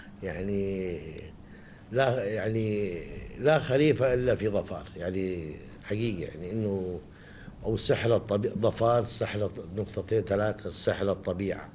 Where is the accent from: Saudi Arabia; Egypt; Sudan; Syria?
Saudi Arabia; عندنا في السعودية أشياء كثير